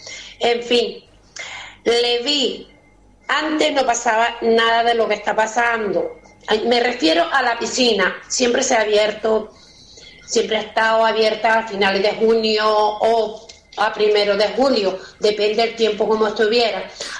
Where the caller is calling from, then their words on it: Santa Lucía, Canary Islands, Spain; de Santa Lucía. Ah, venía por la carretera los cuchillos para arriba escuchándolos